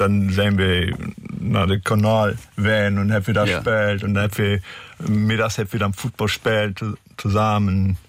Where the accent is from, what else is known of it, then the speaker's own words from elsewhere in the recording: Meppen, Lower Saxony, Germany; also born or lived in Beckum; Now, ich komme aus Meppen. Meppen, da wo die SV Meppen auch groß geworden ist und die bekannt.